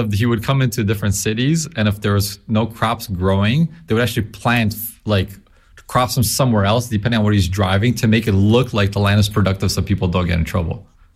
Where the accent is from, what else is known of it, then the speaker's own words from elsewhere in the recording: Constanța, Constanța County, Romania; now in Ohio, United States; My dad grew up by the Romanian-Hungarian border. Okay. Satu Mare is the name of the city. We grew up all born in Constanța, which is by the Black Sea.